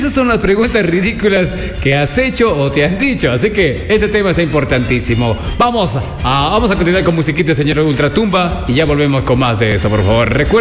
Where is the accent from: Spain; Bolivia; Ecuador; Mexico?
Ecuador; somos todos los ecuatorianos